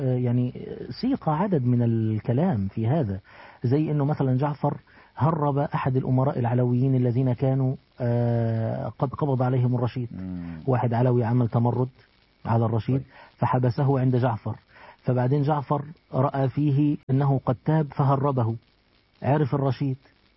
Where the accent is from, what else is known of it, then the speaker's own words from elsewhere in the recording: Egypt; فاكر احنا عندنا في مصر موقف لطيف لذيذ